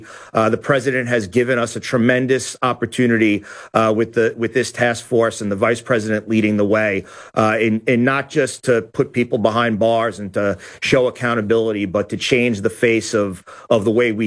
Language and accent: English; New York, United States; My home state, the state of New York